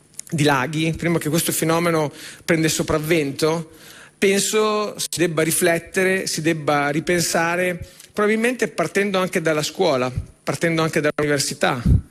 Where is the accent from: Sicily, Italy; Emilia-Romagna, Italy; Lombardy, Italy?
Emilia-Romagna, Italy; Io vengo dalla Romagna, dalla mia Romagna